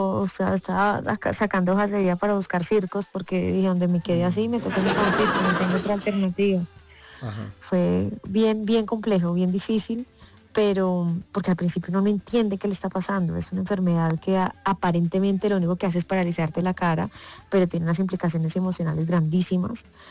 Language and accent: Spanish; Caribbean coast, Colombia; Yo soy costeña